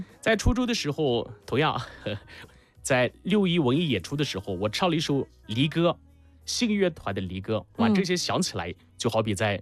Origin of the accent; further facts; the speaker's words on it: Shaanxi, China; born there; 那同时我们生在陕北